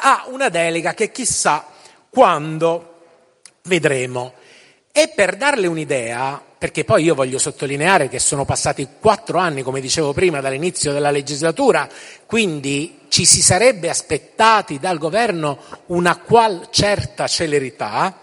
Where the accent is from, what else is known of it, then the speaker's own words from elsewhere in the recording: Milan, Lombardy, Italy; sono di Milano